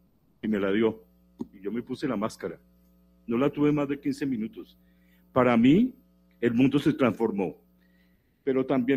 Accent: Bogotá, Colombia; Yo soy bogotano, ¿no? Y digamos también tímido, y en esa época era mucho más tímido y mucho más bogotano también.

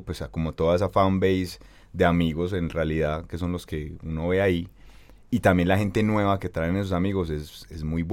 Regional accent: Medellín, Antioquia, Colombia; ahí en el barrio, pues, donde me crié ahí en Belén

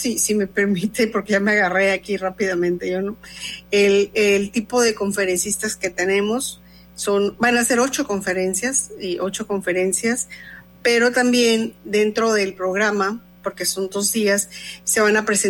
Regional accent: Mexico; alguien que nos represente como mexicanos.

